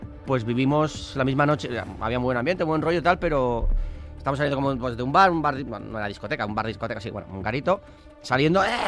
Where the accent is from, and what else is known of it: San Sebastián, Basque Country, Spain